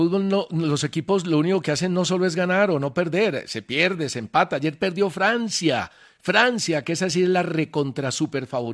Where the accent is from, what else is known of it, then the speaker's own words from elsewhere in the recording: Brazil; Por supuesto que no. Yo sí soy brasileño. Lo único que quiero con la selección de Brasil es que sea campeona.